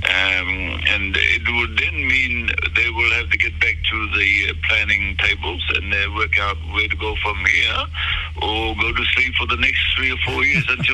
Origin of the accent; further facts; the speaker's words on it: Cook Islands; I think there is a need for the Cook Islanders to come back closer to New Zealand and work our own development and, you know, economic development, because we're so tied to New Zealand